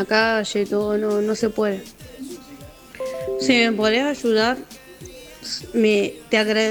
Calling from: Dock Sud, Buenos Aires Province, Argentina; yo vivo acá en el barrio Isla Maciel.

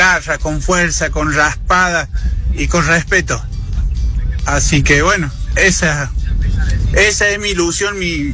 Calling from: Malagueño, Córdoba, Argentina; de Malagueño.

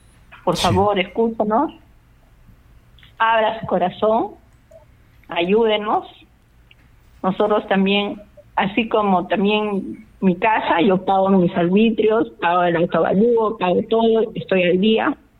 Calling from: Tacna, Peru; yo vivo en Leguía.

